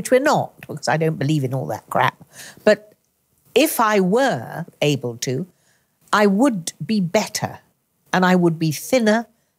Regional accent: Oxford, South East England, United Kingdom; born there; accent: posh; I'm English. I was born in Oxford.

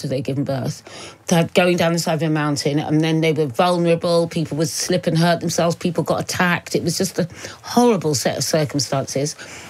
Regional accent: Suffolk, East of England, United Kingdom; I'm from Suffolk

